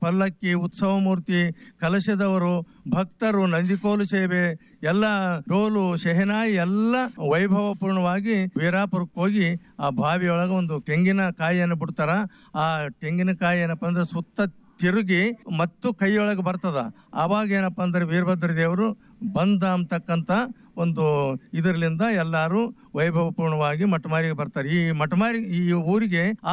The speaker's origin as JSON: {"language": "Kannada", "town": "Motamari", "region": "Karnataka", "country": "India"}